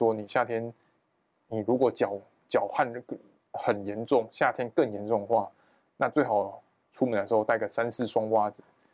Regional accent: Taiwan; 我们台湾人又喜欢把水果当成饭后的甜点

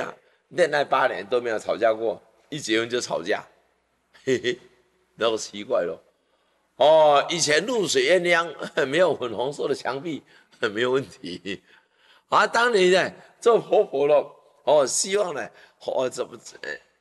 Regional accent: Taiwan; 我们台湾人

